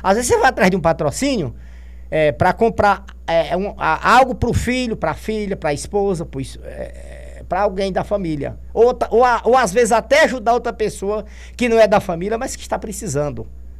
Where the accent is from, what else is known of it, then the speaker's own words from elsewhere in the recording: Brazil; Porque nós somos um país rico, né?